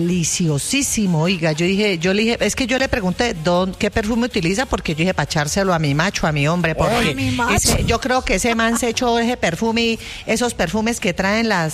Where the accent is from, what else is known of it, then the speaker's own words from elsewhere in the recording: Santander, Colombia; Soy santandereana, ojo con lo que va a decir.